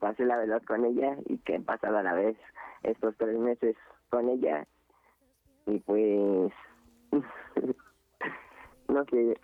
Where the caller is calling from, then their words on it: Toluca, State of Mexico, Mexico; De por acá, de Toluca.